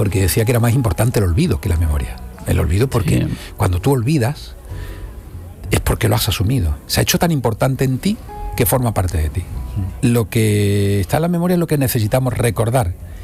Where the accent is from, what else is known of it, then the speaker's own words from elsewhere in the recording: Córdoba, Andalusia, Spain; Yo de Córdoba.